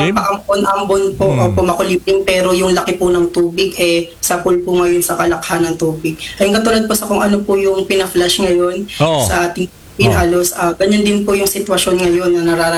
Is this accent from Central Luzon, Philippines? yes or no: yes; Hagonoy, Central Luzon, Philippines; dito sa aming bayan at patuloy po itong nagpapahirap sa mga kababayang Hagunowenyo